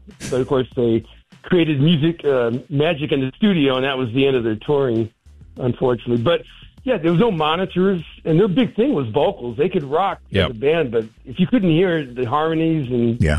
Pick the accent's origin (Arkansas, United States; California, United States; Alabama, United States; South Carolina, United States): California, United States; San Francisco; now in Buxton; In my hometown, it was Candlestick Park.